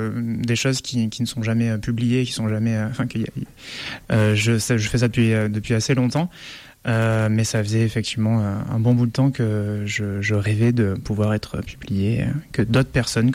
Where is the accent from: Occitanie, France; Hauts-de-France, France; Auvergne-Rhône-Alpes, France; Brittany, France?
Auvergne-Rhône-Alpes, France; moved away as an adult; je suis né en Ardèche, j'ai grandi ici, j'ai vécu une dizaine d'années ailleurs, et puis je suis revenu re-habiter en Ardèche, donc c'est un territoire que j'aime énormément.